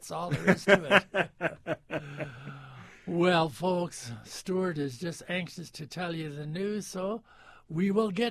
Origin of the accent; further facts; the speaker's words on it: Dease Lake, British Columbia, Canada; my hometown of Dease Lake.